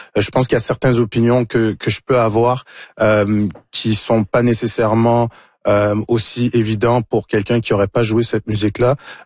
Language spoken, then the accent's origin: French; Montreal, Quebec, Canada; Moi j'ai grandi à Montréal, je suis né à Montréal